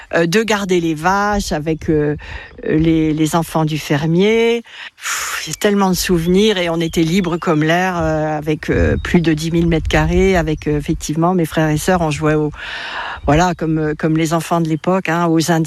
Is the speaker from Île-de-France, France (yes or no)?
yes; Paris, Île-de-France, France; moved away as an adult; quand j'étais petite, j'habitais à Paris